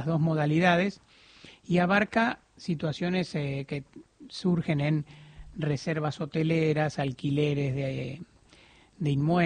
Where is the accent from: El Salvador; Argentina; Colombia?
Argentina